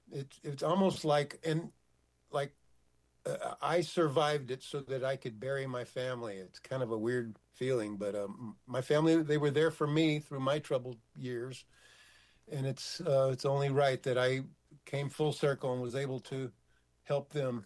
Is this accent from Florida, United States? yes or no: no; Houston, Texas, United States; now in Los Angeles, United States; I'm from Houston, where it's rain and hurricane country.